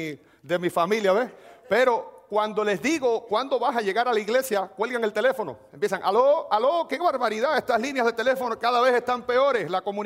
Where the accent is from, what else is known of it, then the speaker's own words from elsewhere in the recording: Puerto Rico; así somos nosotros los puertorriqueños